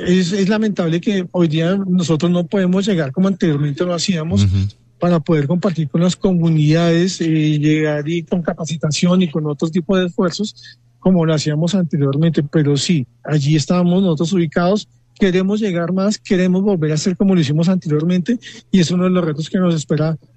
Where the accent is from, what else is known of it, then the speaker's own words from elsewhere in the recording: Colombia; Eso es lo que todos hemos logrado como colombianos, como consumidores.